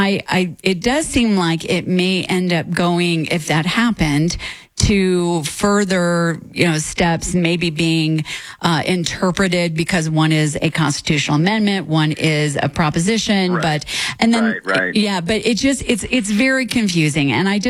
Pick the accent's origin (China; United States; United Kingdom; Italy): United States; Colorado; also born or lived in California; I lived in California for a little while, and I'm from Colorado